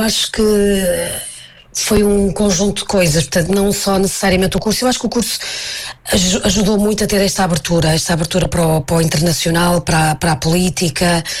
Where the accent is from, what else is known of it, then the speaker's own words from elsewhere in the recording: Norte, Portugal; moved away as an adult; now in Belgium; eu sou da zona do Porto